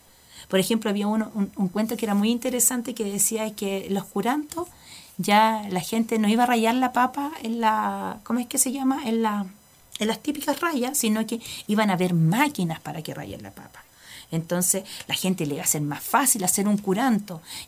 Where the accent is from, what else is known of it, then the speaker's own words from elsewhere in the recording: Chiloé, Los Lagos, Chile; tengamos nosotros como chilote